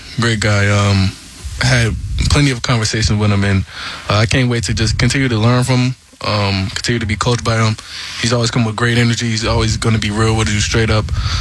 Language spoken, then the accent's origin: English; Marietta, Georgia, United States; I'm from Marietta, so.